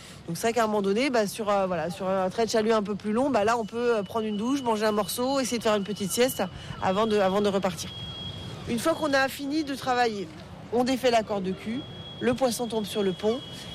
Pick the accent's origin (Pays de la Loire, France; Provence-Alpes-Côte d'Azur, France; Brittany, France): Brittany, France; On dit le bao, sinon chez nous en Bretagne.